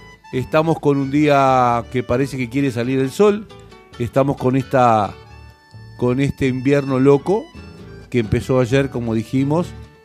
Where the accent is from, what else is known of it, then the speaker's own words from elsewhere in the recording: Uruguay; Somos uruguayos